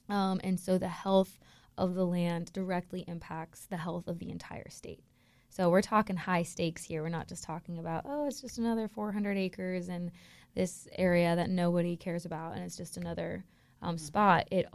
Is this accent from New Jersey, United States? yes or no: no; West Palm Beach, Florida, United States; I'm from West Palm Beach and we had a lot of, you know, beautiful aquatic habitats as well.